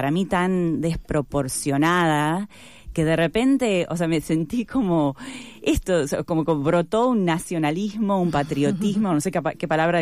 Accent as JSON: {"language": "Spanish", "country": "Canada", "tie": "born or raised there", "said": "Yo me crié en Canadá, y ahí se suele, por ejemplo, minimizar el debate sobre el racismo"}